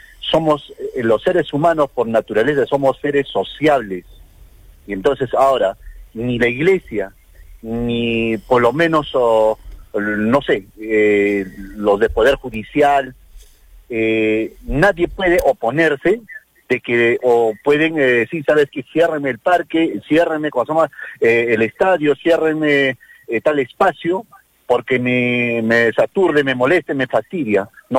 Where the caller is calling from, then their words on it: Peru; primeramente somos peruanos